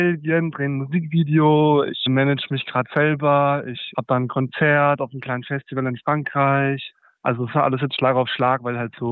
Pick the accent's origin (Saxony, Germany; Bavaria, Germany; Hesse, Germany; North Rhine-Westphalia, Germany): Bavaria, Germany; Volkach; Leute, auch aus meiner Heimat, man kennt sich ja aus Volkach, da kennt jeder jeden